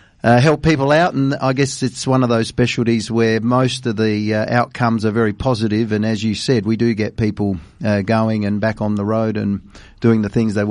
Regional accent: Murray Bridge, South Australia, Australia; now in Adelaide, Australia; I was born and bred in Murray Bridge, a good old country town. Most people know where that is. Shifted to Adelaide after high school

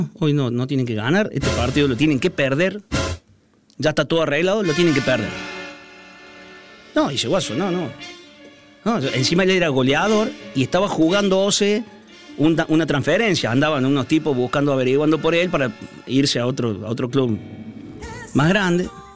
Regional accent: Argentina; Siempre somos los argentinos, somos un poco llorones también.

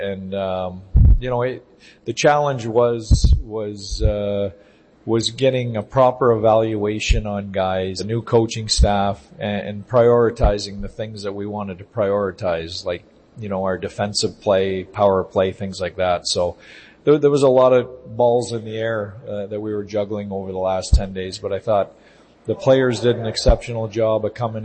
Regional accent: Ontario, Canada; moved away; I grew up in Ontario, Canada.

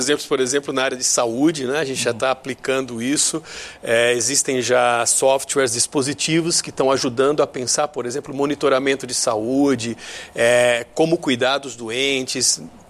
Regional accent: Rio de Janeiro, Brazil; eu venho do Rio de Janeiro

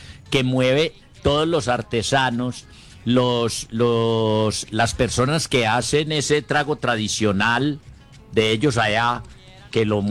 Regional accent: Yarumal, Antioquia, Colombia; la gente dice que si yo soy de Yarumal, no, Yarumal es mío.

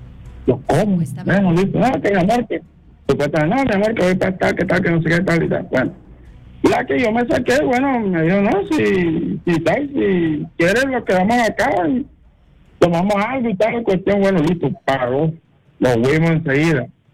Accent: Caribbean Region, Colombia; now in Valle del Cauca, Colombia; O sea, yo vivo acá en el Valle, pero yo soy costeño.

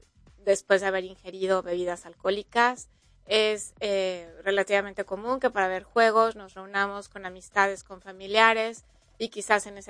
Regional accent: Mexico; sintámonos también muy orgullosos como mexicanos.

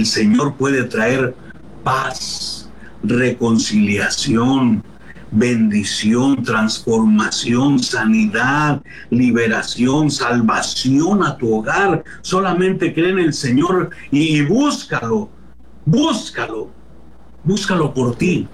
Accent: Mexico; Somos mexicanos, por supuesto. Amamos nuestra patria.

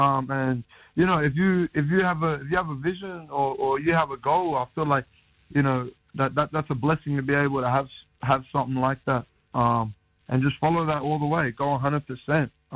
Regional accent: Redfern, New South Wales, Australia; Obviously, growing up in Redfern in Sydney, footy, rugby league is the main sport.

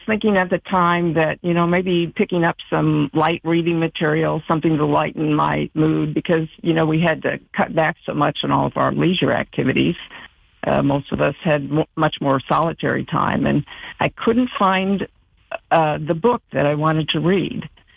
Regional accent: Indianapolis, Indiana, United States; moved away as an adult; I'm the only one from a large family that moved away from home. I'm originally from Indianapolis.

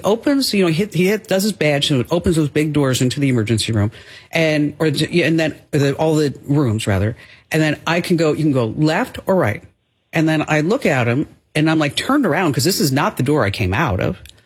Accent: New Jersey, United States; And I said, listen, I'm from New Jersey. I can handle this.

